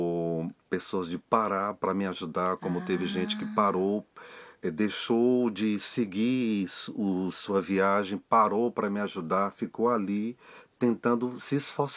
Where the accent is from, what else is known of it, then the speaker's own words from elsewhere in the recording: Água Branca, Piauí, Brazil; also born or lived in Uruçuí; Sou nascido e criado no Piauí e sou funcionário público, sou bancário, trabalho numa agência bancária lá na cidade de Água Branca. Antes trabalhava em Uruçuí, passei 12 anos em Uruçuí.